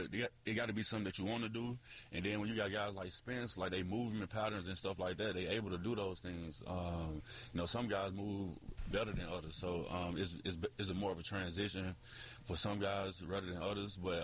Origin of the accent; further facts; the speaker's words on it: Clarksdale, Mississippi, United States; born or raised there